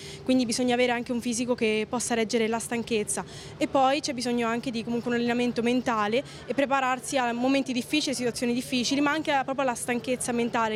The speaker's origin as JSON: {"language": "Italian", "town": "Spello", "region": "Umbria", "country": "Italy", "tie": "born there", "said": "ha aperto una scuola bocce nel mio paese"}